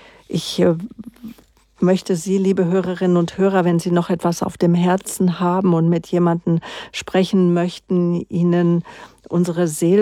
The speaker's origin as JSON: {"language": "German", "town": "Munich", "region": "Bavaria", "country": "Germany", "said": "wenn ich mal wieder hinkomme hier als Münchner."}